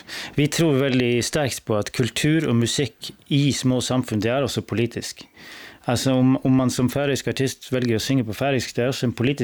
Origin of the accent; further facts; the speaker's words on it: Northern Norway, Norway; Min bakgrund är i musik, jag är musiker själv, men mest viktigst nu är att jag har vuxit upp norr i Norge, ett litet samfund.